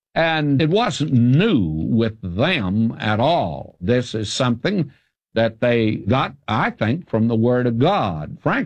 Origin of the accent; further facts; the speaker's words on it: the South, United States; I was raised in the South.